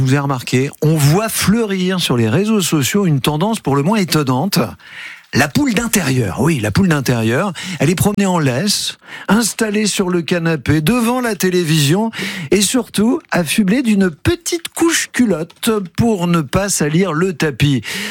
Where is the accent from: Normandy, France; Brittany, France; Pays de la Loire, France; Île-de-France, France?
Normandy, France; chez nous, en Normandie, on a tendance à appeler les gens un peu ma poule.